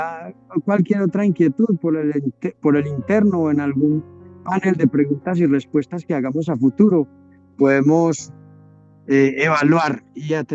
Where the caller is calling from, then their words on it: Medellín, Antioquia, Colombia; En Medellín, Colombia